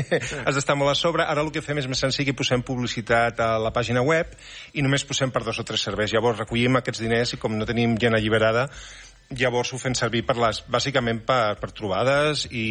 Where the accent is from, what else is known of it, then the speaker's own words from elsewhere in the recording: Barcelona, Catalonia, Spain; Del Clot, ara visc al Guinardó.